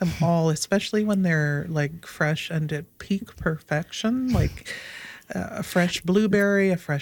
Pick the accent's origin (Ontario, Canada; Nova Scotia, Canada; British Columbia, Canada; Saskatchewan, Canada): Nova Scotia, Canada; But growing up in Nova Scotia in a rural area, I would go picking.